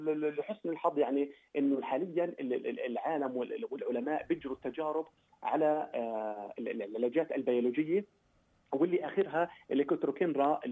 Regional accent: Palestine; عندنا بفلسطين، هذه تكون متوفره.

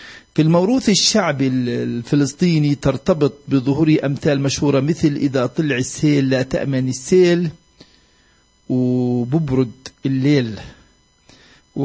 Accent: Bethlehem, Bethlehem Governorate, Palestine; كانت درجة الحرارة اليوم عندنا في بيت لحم تقريبا 30 درجة مئوية

